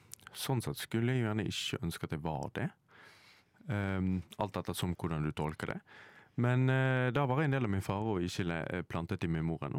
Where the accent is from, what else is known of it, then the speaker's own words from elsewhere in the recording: Bergen, Vestland, Norway; now in Oslo, Norway; Jeg jo fra Bergen